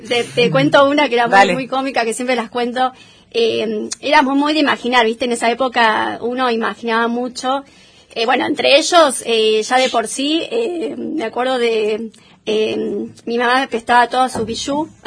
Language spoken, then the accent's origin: Spanish; Buenos Aires Province, Argentina; also born or lived in Pellegrini / Dorrego / San Cayetano / Dolores; yo nací en Pellegrini, uh-huh, en la provincia de Buenos Aires. Y después, por el trabajo de mi papá, he vivido en muchos pueblos, también del interior. Nada, qué sé yo, Dorrego, San Cayetano, Dolores.